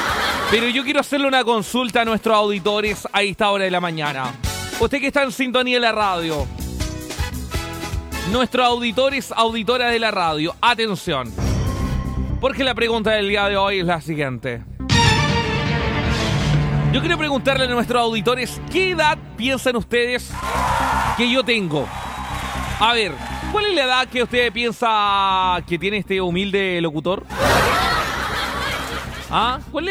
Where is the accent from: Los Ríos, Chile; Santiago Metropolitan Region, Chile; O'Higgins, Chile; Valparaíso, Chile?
Los Ríos, Chile; Valdivia; Yo soy de Valdivia. Yo soy de Valdivia. Valdiviano.